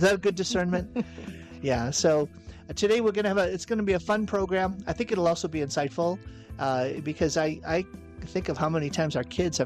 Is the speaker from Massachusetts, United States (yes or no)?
yes; Boston, Massachusetts, United States; Humidity, growing up in Boston, humidity was horrific.